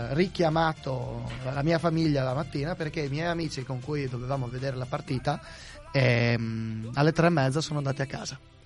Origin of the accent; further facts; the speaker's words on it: Friuli-Venezia Giulia, Italy; now in Australia; io sono friulano atipico